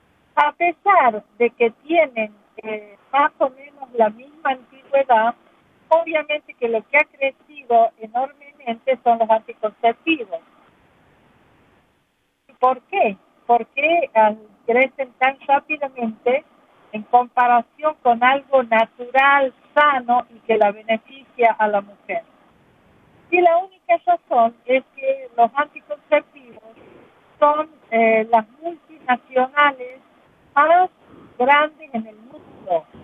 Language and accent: Spanish; Argentina; nosotros en Argentina, yo soy de Argentina